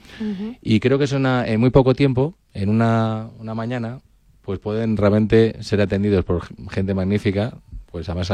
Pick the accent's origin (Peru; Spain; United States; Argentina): Spain; somos latinos, somos españoles